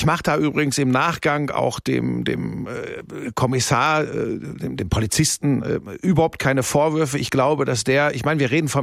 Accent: Hagen, North Rhine-Westphalia, Germany; also born or lived in Cologne / Munich; Bin dann aufgewachsen in Hagen. Das ist so Tor zum Sauerland, ja. Ruhrgebiet. Und dann habe ich im Rheinland studiert, in Köln an der Sporthochschule und bin 1993 dann nach München gegangen.

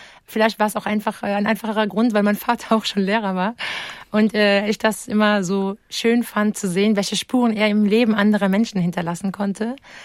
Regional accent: Darmstadt, Hesse, Germany; born there; also born or lived in Münster / Wiesbaden / Frankfurt / Rabat; war in vielen Städten beheimatet, von Münster über Wiesbaden, Frankfurt, gebürtige Darmstädterin, aber auch in Rabat und in Marokko und vielen weiteren wunderschönen Städten

